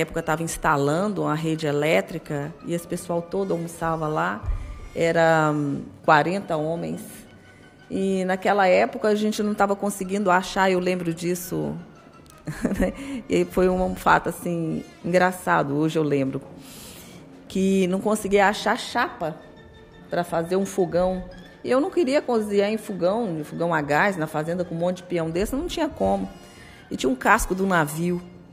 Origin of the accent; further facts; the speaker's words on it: Goiás, Brazil; now in Roraima, Brazil; E eu sou goiana, né? Nasci no interior de Goiás, numa família de pequeno produtor.